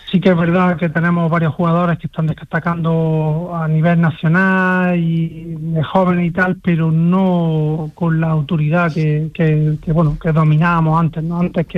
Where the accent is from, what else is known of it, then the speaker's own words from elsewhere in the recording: Granada, Andalusia, Spain; lo digo ya como jugador, como granadino y como todo